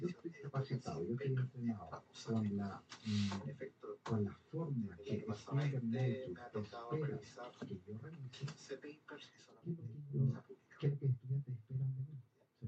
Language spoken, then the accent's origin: Spanish; Chile; si yo vengo de Chile